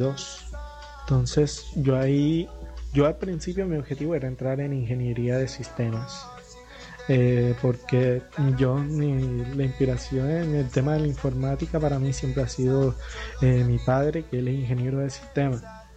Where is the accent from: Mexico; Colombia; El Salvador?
Colombia; Montería, Córdoba; Yo nací y crecí aquí en Montería. La verdad, he vivido toda mi vida aquí. Tengo familia de pueblo, de San Pelayo, de Lorica en general, pero yo viví aquí toda mi vida